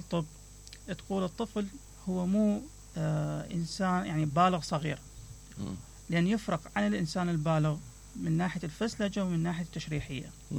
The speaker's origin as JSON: {"language": "Arabic", "town": "Mosul", "region": "Nineveh", "country": "Iraq", "tie": "born or raised there", "said": "نعم، أنا ولدت في مدينة الموصل."}